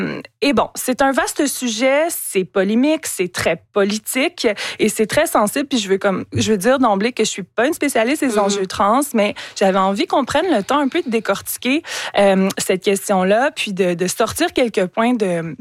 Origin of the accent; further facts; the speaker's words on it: Canada; entre trois pays cette année, dont chez nous, au Canada.